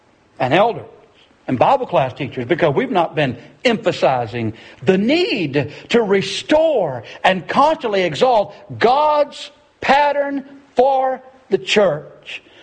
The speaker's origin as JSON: {"language": "English", "region": "Tennessee", "country": "United States", "said": "we're from Tennessee here, do we?"}